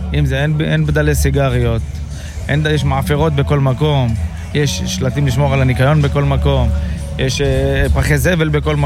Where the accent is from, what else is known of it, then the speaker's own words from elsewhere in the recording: Ashkelon, Southern District, Israel; אני מאשקלון, עובד באזור הדרום, 20-30 קילומטר פלוס